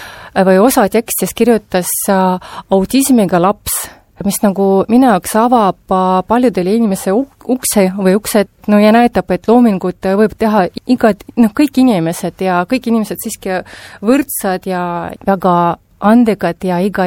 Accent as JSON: {"language": "Estonian", "town": "Narva", "region": "Ida-Viru County", "country": "Estonia", "tie": "born there", "said": "ma olen sündinud Narvas"}